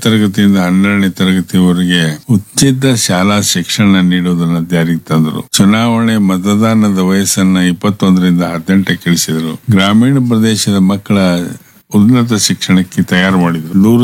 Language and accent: Kannada; Gadag, Karnataka, India; ನಾವು ಗದಗಿನವರು